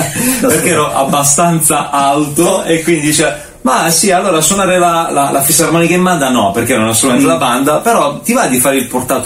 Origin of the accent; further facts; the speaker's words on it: Gravina in Puglia, Apulia, Italy; Io sono pugliese, quindi originario di Gravina in Puglia, provincia di Bari, ed ero piccolo, insomma, giù